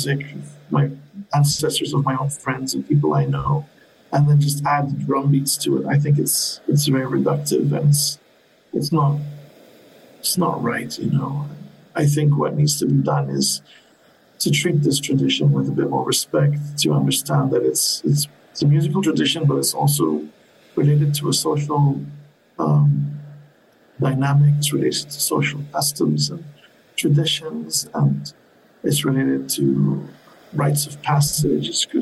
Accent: Bahrain; I come from Bahrain. Sort of the version of Bahrain that I grew up with in the early 80s was one where there were no skyscrapers like we have now. Every morning driving to and from school, the only thing I'll see is just endless shoreline.

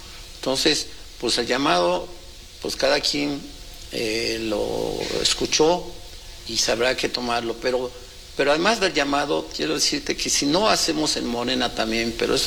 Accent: State of Mexico, Mexico; Yo, como soy del Valle de México, del altiplano, del centro, en particular del Estado de México, a lo mejor nunca en nuestra región No.

